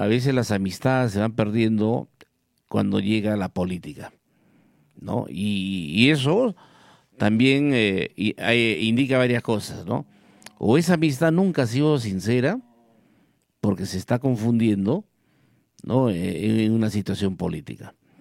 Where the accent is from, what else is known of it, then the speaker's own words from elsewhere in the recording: Villa Rica, Pasco, Peru; Buenos días, Villarrica. ¿Cómo amaneció mi pueblo querido?